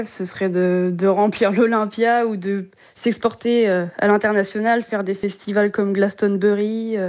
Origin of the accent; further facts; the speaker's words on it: Noirmoutier, Pays de la Loire, France; on a tous 24 ans. On vient de Vendée, de la côte, vers Saint-Gilles-Croix-de-Vie, Noirmoutier.